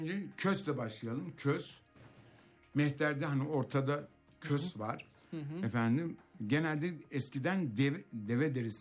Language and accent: Turkish; Istanbul, Turkey; ben çocukluğum Fatih'te büyüdüm.